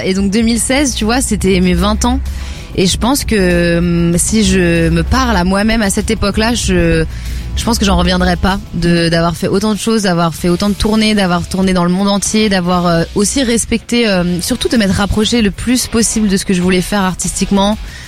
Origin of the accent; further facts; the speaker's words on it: Lyon, Auvergne-Rhône-Alpes, France; moi je viens de Lyon.